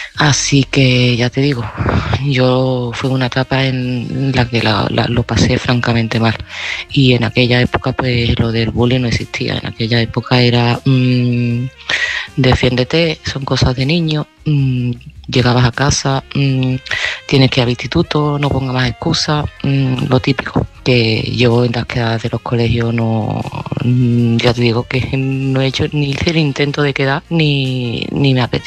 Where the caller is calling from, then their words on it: Seville, Andalusia, Spain; de Sevilla y este mensaje va para Lola.